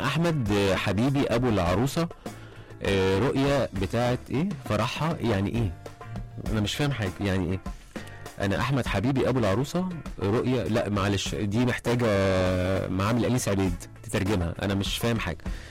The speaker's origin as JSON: {"language": "Arabic", "country": "Egypt", "said": "احنا برضو عندنا مشكلة كمصريين"}